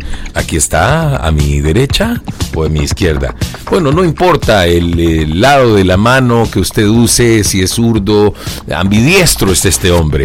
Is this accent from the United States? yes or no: no; El Salvador; En algunos casos he caído, como algunos salvadoreños, por problemas, no de subir la grada